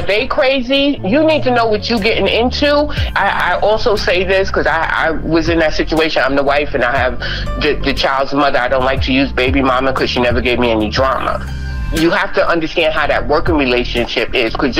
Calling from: Harlem, New York, United States; from Harlem.

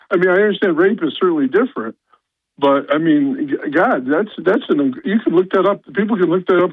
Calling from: Endicott, New York, United States; from Endicott.

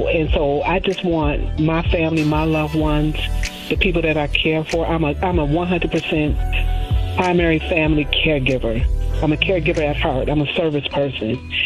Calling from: Marietta, Georgia, United States; I'm calling from Marietta, Georgia.

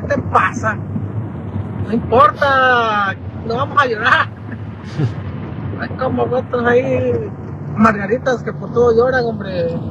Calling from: Stockton, California, United States

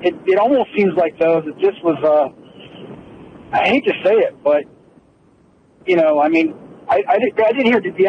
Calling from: Pismo Beach, California, United States; Right now, currently, I'm in Pismo.

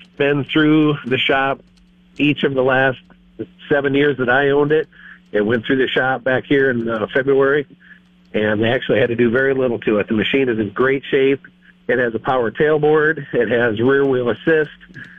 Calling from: Hitchcock, South Dakota, United States; from Hitchcock, South Dakota.

